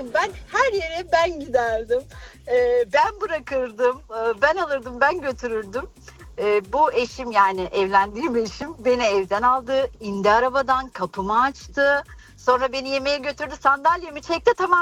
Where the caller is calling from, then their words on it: Frankfurt, Hesse, Germany; Frankfurt.